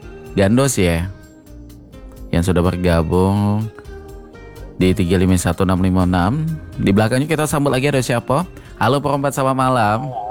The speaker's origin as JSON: {"language": "Indonesian", "town": "Palembang", "region": "South Sumatra", "country": "Indonesia", "said": "biasanya kalau kita dari Palembang itu bawa amanda pempek, kerupuk kemplang, itu nama macam-macam. Dan kalau kita nak balik lagi ke Palembang"}